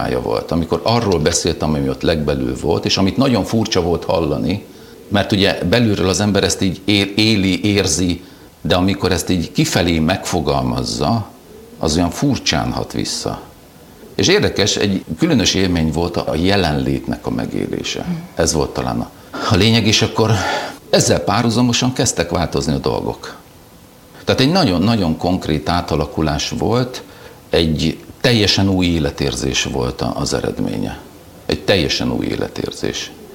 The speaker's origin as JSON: {"language": "Hungarian", "country": "Hungary", "first_language": "German", "second_language": "Hungarian", "said": "származású volt, tehát ilyen bajor ősöktől származó magyarországi németek. És ezért ugye nekem ez az anyanyelvem igazából."}